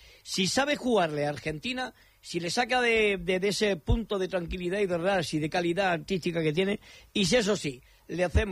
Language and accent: Spanish; Spain; mi país es mi país. Me siento español 100%